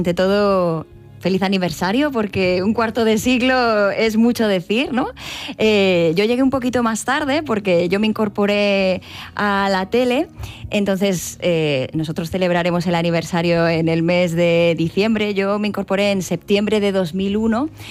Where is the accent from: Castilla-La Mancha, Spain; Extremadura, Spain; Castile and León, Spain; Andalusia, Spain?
Castilla-La Mancha, Spain; la radio de Castilla-La Mancha, de mi tierra